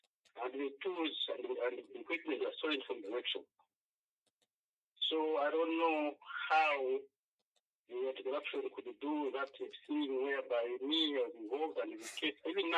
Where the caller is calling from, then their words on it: Mufulira, Copperbelt, Zambia; Mufulira. I'm Mufulira.